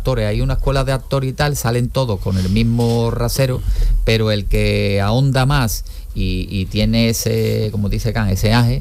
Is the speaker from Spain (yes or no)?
yes; Cádiz, Andalusia, Spain; toda la familia somos gaditanos.